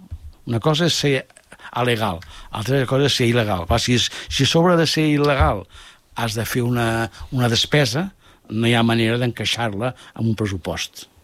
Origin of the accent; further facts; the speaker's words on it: Vallirana, Catalonia, Spain; Jo recordo haver baixat a Molins de Rei i algú que preguntava: i tu d'on ets? Vallirana.